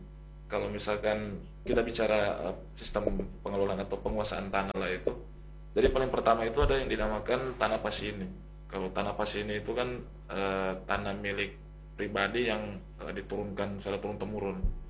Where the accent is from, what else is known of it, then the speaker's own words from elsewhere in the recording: Minahasa, North Sulawesi, Indonesia; karena sebagai dari identitas kita sebagai orang Minahasa